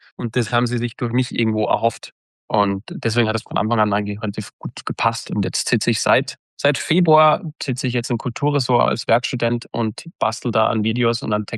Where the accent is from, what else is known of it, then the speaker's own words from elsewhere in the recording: Austria; wenn man als Österreicher vielleicht in den hohen Norden zieht